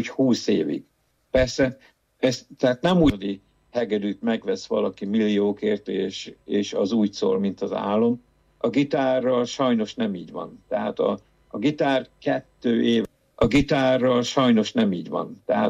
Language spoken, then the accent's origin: Hungarian; Baja, Bács-Kiskun, Hungary; born or raised there